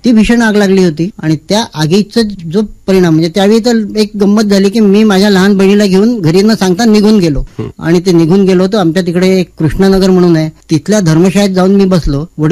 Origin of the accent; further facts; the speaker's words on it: Amravati, Maharashtra, India; मी मूळ अमरावतीचा शहरीच माणूस, विलासनगर या ठिकाणी माझं राहणं होतं अमरावतीला आणि अमरावतीतच माझा जन्म झाला.